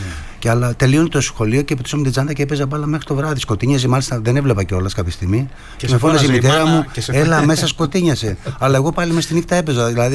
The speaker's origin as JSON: {"language": "Greek", "town": "Veria", "region": "Central Macedonia", "country": "Greece", "said": "η καταγωγή μου είναι από εκεί. Αγαπάω την πόλη μου"}